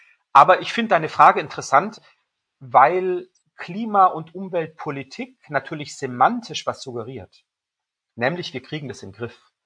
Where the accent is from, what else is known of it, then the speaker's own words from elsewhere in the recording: Mainau Island, Baden-Württemberg, Germany; Ich bin aufgewachsen auf der Insel Mainau im Bodensee, ne, die Blumeninsel